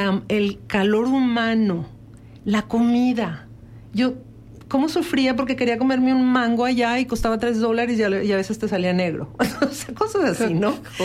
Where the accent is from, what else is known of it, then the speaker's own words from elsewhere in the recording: Mexico; moved away as an adult; also born or lived in Toronto, Canada; now in San Miguel de Allende, Mexico; yo decía, yo soy de México